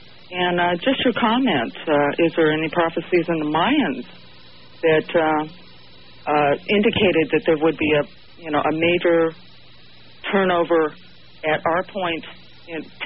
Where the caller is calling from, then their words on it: Deltona, Florida, United States; in Deltona, Florida.